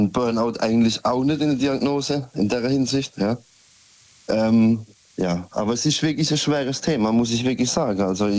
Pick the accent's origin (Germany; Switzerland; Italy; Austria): Germany; Karlsruhe, Baden-Württemberg; Ich komme aus Karlsruhe.